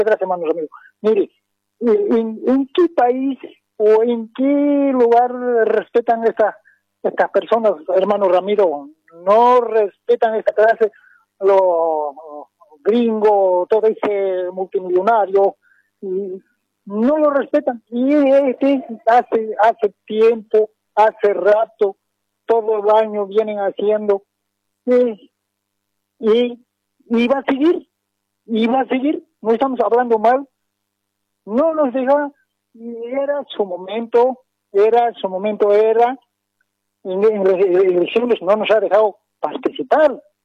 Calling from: Bolivia; Te llamo departamento de Denia

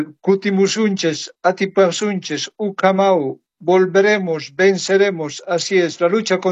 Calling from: Sweden; Estoy llamando desde Suecia.

